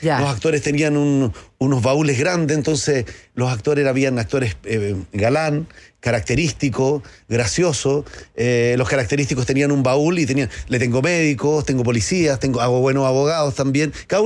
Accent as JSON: {"language": "Spanish", "country": "Chile", "said": "de Chile. Puedo hacer todo."}